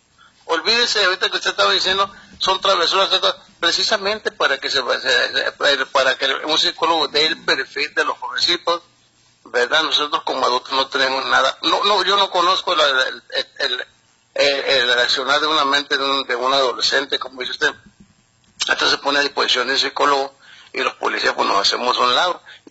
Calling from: Mexico; Qué pena para nosotros como mexicanos

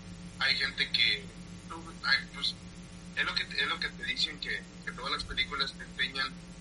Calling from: Reynosa, Tamaulipas, Mexico; estoy acá en Reynosa, Tamaulipas.

